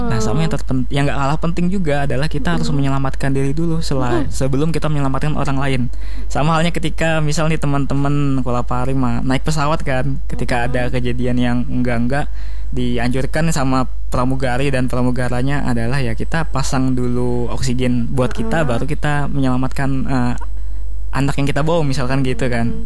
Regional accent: Kalimantan, Indonesia; Sebagai orang yang tumbuh di Kalimantan, memang belum pernah ngerasain gempa.

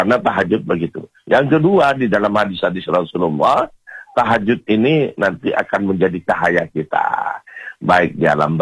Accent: Madura, East Java, Indonesia; Kalau di daerah saya Madura itu langgar banyak ya.

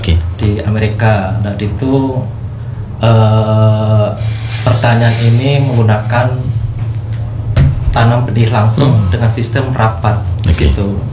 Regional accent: Java, Indonesia; Makanya ketika ini punten, saya dari Jawa ya.

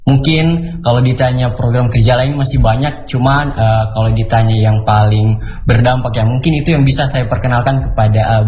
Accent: Central Sulawesi, Indonesia; moved away as an adult; now in Palu, Indonesia; Kalau saya sendiri, Bapak, aslinya dari Kabupaten Bual.

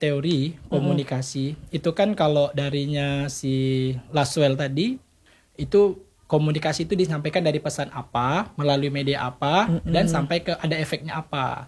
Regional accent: Tanjung Pinang, Riau Islands, Indonesia; moved away as an adult; also born or lived in Yogyakarta; saya putra daerah dari Kota Tanjung Pinang. Yang baru pulang dari perantau habis pendidikan di Kota Jogja.

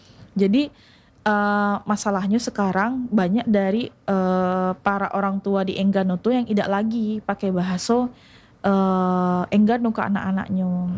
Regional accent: Bengkulu, Indonesia; kayak misalnya saya orang Bengkulu ngomong bahasa Indonesia tuh pasti orang ketahuan iku pasti orang Sumatera, cek kan.

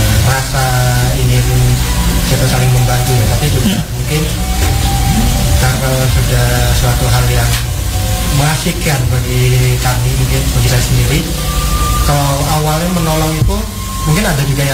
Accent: East Kalimantan, Indonesia; now in Malang, Indonesia; Saya asal dari Kalimantan Timur.

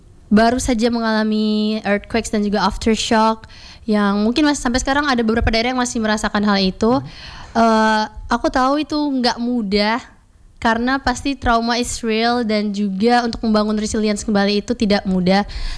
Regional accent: Ende, East Nusa Tenggara, Indonesia; aku tumbuh besar di ND, Flores, Nusa Tenggara Timur, tanah yang kaya akan alamnya, budayanya, juga cara hidup masyarakat yang unik ya

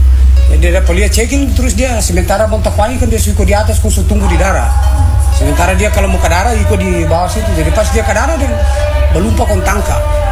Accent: Weda, North Maluku, Indonesia; kita orang-orang Weda

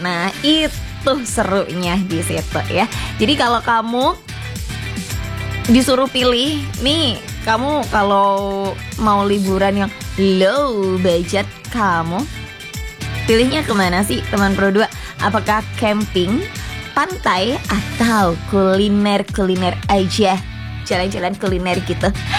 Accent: Kediri, East Java, Indonesia; Kalau di kota aku sendiri jujur, ya kita harus menempuh perjalanan 2 jam untuk bisa ke pantai karena Kediri gak punya pantai.

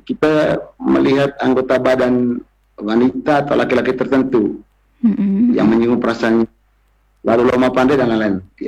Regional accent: Manggarai, East Nusa Tenggara, Indonesia; kita orang Manggarai.

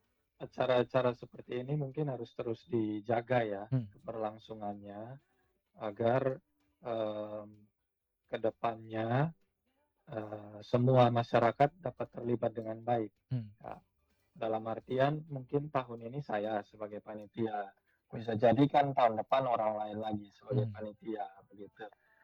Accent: Kupang, East Nusa Tenggara, Indonesia; saya lahir dan besar di Kota Kupang.

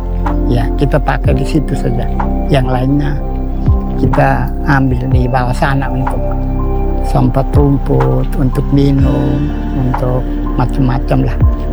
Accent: Kefamenanu, East Nusa Tenggara, Indonesia; Jadi kami kebetulan ya dari Kefa datang, kami tidak punya lahan apa-apa, sementara kami punya ya keluarga bersaudara yang pendatang ini

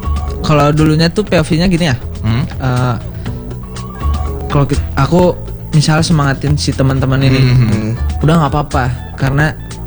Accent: Takengon, Aceh, Indonesia; Teman-teman tongkrongan yang ada di Takengon, yang di kampungku.

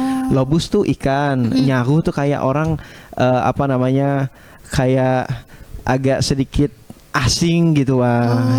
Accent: Entikong, West Kalimantan, Indonesia; moved away; di perbatasan ya, di Entikong. Tempatnya di Sontas kan. Jadi kalau di tempat aku tuh, kalau aku lihat kebanyakan di daerah tempat aku tuh, banyak yang bertani kan

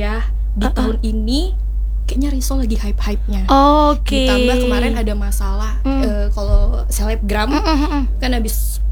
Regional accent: Java, Indonesia; Karena aku itu orang Jawa, ibu aku juga orang Jawa.

